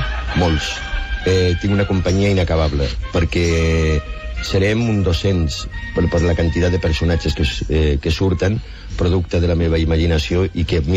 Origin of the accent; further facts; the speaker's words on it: Galicia, Spain; Catalan is a second language; now in Catalonia, Spain; Soc gallec, però no tinc en absolut nada que ver con esta gente, no? Vull dir que jo soc més bé de la Galícia, de Rosalía, de Vallinclán i de Camilo José Cela.